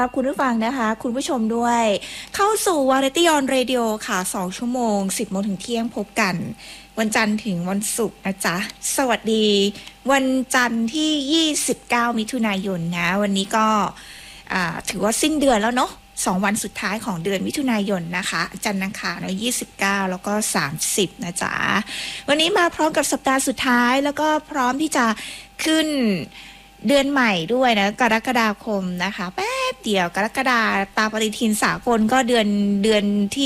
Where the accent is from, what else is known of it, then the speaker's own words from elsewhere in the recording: Southern Thailand, Thailand; ถึงแม้ว่าเราจะไม่ได้เป็นเด็กกรุงเทพนะคะเราไม่ใช่คนกรุงเทพนะเราเป็นคนใต้เทสใต้สายใต้